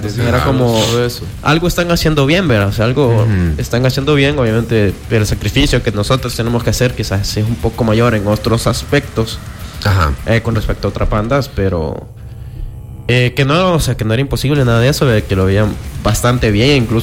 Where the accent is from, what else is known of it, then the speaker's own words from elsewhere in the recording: El Salvador; somos una banda de El Salvador